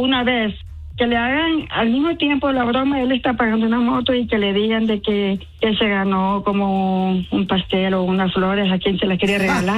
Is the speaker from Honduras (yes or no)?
yes; Honduras; Soy hondureña, pero soy mujer de un solo hombre